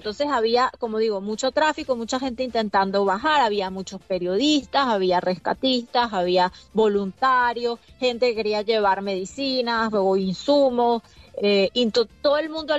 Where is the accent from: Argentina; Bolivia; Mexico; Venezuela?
Venezuela; Caracas, Capital District; now in Boston area, United States; Yo crecí en Caracas y La Guaira, que fue la zona más afectada, es un lugar donde los caraqueños vamos para un día de playa